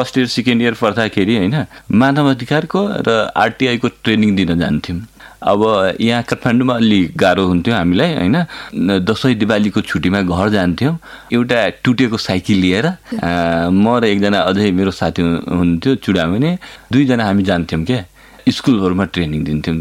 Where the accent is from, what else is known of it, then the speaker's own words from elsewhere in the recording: Jaleshwar, Madhesh Province, Nepal; त्यहाँ पनि म जलेश्वर नगरपालिका वडा नम्बर 7 मेरो घर छ होइन